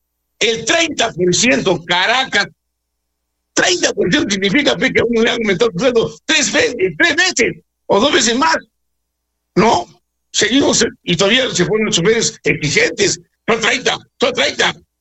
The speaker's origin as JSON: {"language": "Spanish", "country": "Peru", "said": "Y aparte nos toca como peruanos pensar, aparte del domingo 7, refundar el Perú y una nueva constitución"}